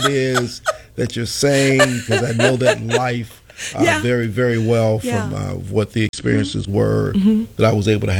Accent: Chicago, Illinois, United States; I grew up in Chicago, but my parents are from Louisiana.

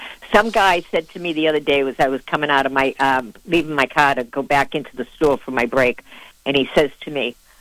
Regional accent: Boston, Massachusetts, United States; accent: Boston; now in Yarmouth, United States; Yes, that was my Boston accent coming out.

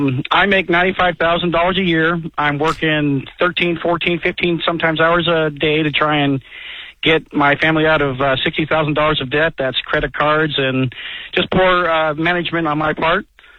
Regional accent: St. Louis, Missouri, United States; I'm from St. Louis, man. Come on.

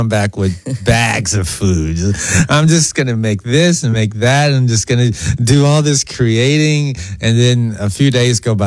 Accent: Beaumont, Texas, United States; I grew up here in Beaumont, Texas.

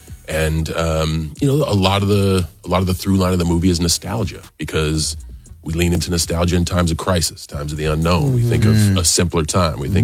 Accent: Moncks Corner, South Carolina, United States; also born or lived in Charleston / Columbia; Yeah, born in Charleston, raised in Monk's Corner, but I lived in Columbia, too.

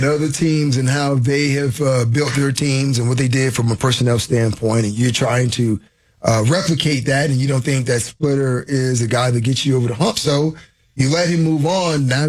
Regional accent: Southern United States, United States; And since I grew up in the South, man, give a little bit of that Southern hospitality.

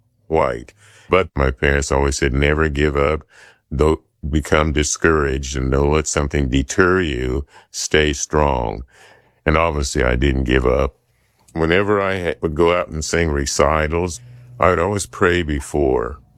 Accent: Centerville, Iowa, United States; when I was a kid growing up in Centerville, Iowa, I didn't think I'd get farther east maybe than Chicago.

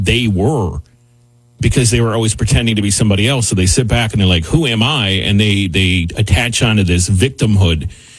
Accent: Schenectady, New York, United States; I'm American, and I'm from Schenectady. I was born and raised in New York.

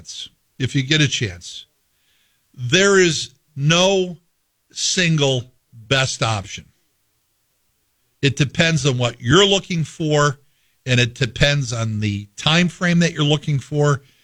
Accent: Schaghticoke, New York, United States; I'm a kid from Scaticoke, New York.

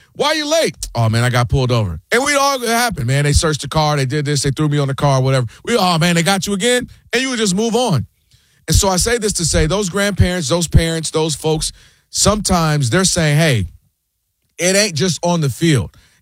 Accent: Ann Arbor, Michigan, United States; I've experienced it growing up in Ann Arbor, Michigan, which is a diverse town.

